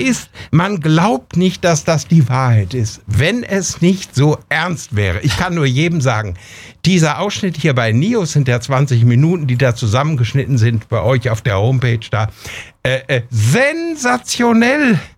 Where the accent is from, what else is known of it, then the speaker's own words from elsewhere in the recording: Bünde, North Rhine-Westphalia, Germany; Und auf alle NEO-Zuschauer, die am 8. Oktober in meine Heimat nach Bünde kommen, in die Stadthalle, zu einer Kundgebung zusammen mit Professor Paul Kullen.